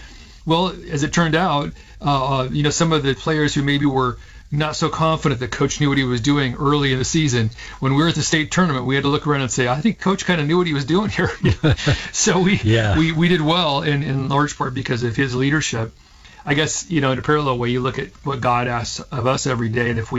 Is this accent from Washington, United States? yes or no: yes; Seattle, Washington, United States; born or raised there